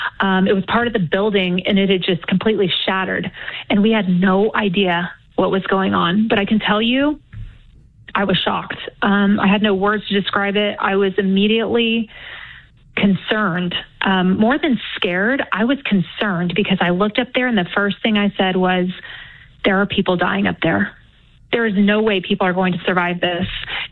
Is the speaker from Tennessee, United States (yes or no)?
no; Texas, United States; So I'm from Texas. You know, I was barely 23 years old.